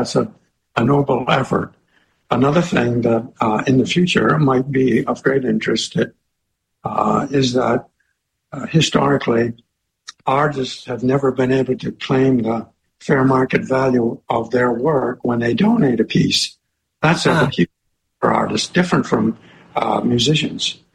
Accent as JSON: {"language": "English", "town": "Presque Isle", "region": "Maine", "country": "United States", "tie": "born or raised there", "also_born_or_lived": "Fort Fairfield, Maine", "said": "I grew up in Fort Fairfield and Presque Isle in the northern part of Maine, in Mercer County. Moved to Belfast in high school."}